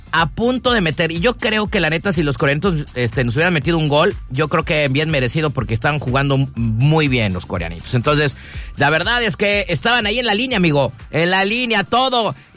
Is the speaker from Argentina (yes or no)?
no; Mexico; claro que soy mexicano